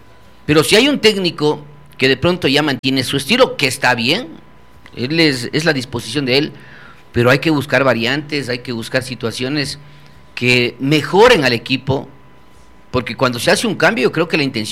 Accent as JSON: {"language": "Spanish", "country": "Ecuador", "said": "como ecuatorianos que somos"}